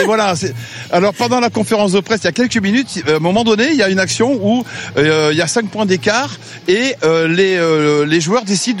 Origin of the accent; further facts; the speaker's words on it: Bordeaux, Nouvelle-Aquitaine, France; born there; je suis hyper chauvin, je suis né à Bordeaux, donc forcément, je vais dire que je suis pas objectif.